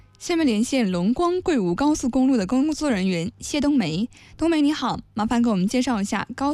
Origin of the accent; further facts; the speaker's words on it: Guangxi, China